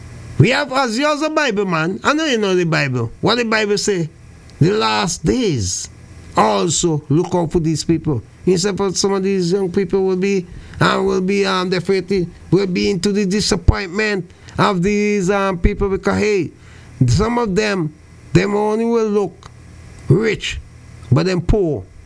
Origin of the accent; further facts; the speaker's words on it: St. Vincent & Grenadines; moved away; St. Vincent and the Grenadines are in my hometown